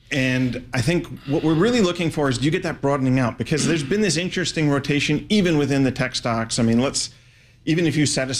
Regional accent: United Kingdom; I have to say, because we're British and not European anymore, right?

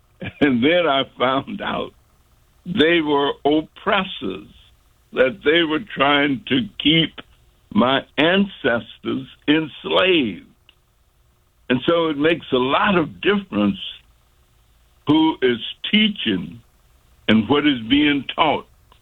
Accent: the South, United States; I grew up in the South

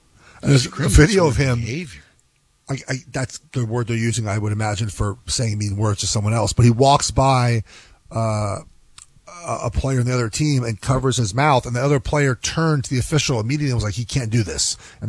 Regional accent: Los Angeles, California, United States; I'm from Los Angeles. I don't live in LA anymore.

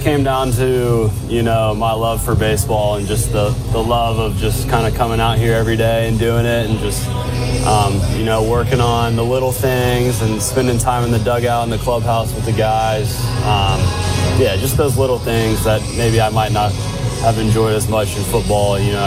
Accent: Tennessee, United States; Yeah, so I grew up in Tennessee, so a Braves fan.

